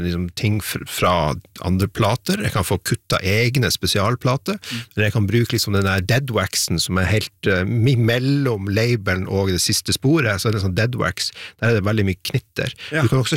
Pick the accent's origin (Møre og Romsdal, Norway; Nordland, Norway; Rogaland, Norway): Nordland, Norway; Steigen; now in Sortland, Norway; Jeg fra Steigen, som noen timer sør om der.